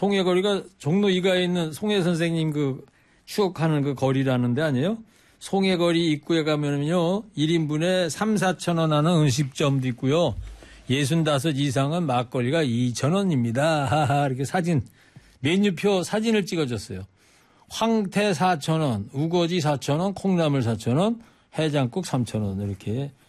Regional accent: Anseong, Gyeonggi Province, South Korea; 이게 저는 뭐 어릴 때부터 그 동네에서 살았던 사람인데 우리 동네 크리켓을 하다니 야 충격이었어요. 물론 그분들이 없다면 안성의 지역 경제도 안 돌아가겠죠.

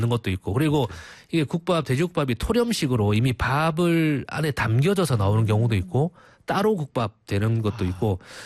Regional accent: Busan, South Korea; moved away; 제가 또 이제 원래 집이 부산이지 않습니까?

